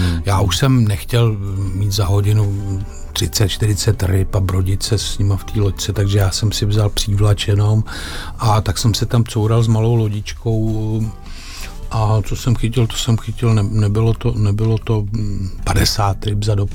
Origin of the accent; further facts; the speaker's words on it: Řež, Central Bohemian Region, Czechia; já jsem z Řeže u Prahy nad Vltavou vlastně